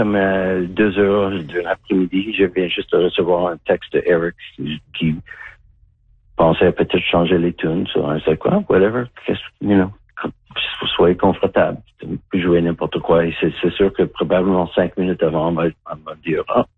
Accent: Montreal, Quebec, Canada; Moi, quand j'étais jeune à Montréal

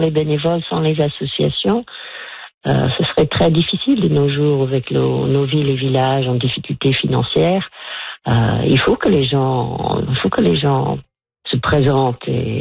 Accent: Nova Scotia, Canada; born there

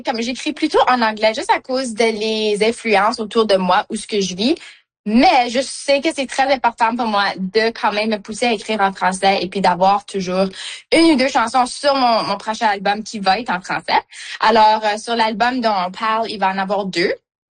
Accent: Manitoba, Canada; Puis moi j'ai des racines comme je suis franco-manitobaine

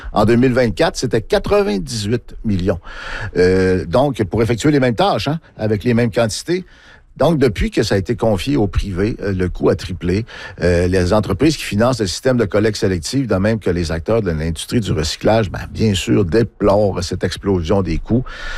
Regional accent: Chicoutimi, Quebec, Canada; born there; Je suis natif de Chicoutimi, je ne sais pas si vous saviez.

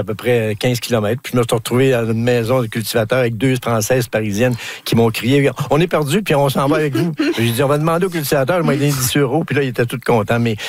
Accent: Quebec, Canada; accent: Québécois; Quand ils entendaient mon accent québécois

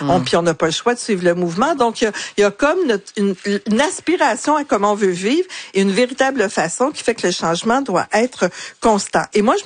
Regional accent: Quebec, Canada; Alors donc, tu sais, en tant que Québécois, ça devrait pas m'intéresser la piscine.

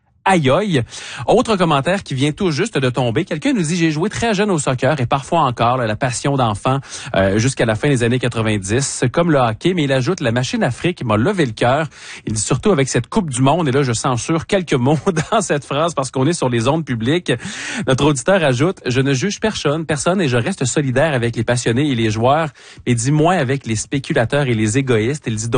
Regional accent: Cameroon; Mon pays d'origine, c'est le Cameroun

